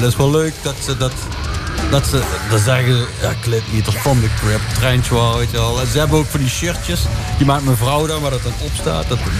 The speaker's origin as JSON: {"language": "Dutch", "region": "Limburg", "country": "Netherlands", "said": "Ik kom uit Noord-Limburg. En dat is een beetje een broedplaats van best wel extreme metal. Ik kom eigenlijk uit hetzelfde dorp waar bijvoorbeeld … vandaan komt."}